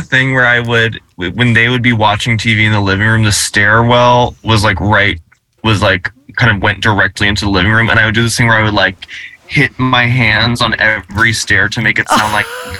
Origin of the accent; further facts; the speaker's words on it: Tennessee, United States; ever since I was a kid growing up in Tennessee, and I was very lucky to like, you know, grow up with very accepting, progressive parents.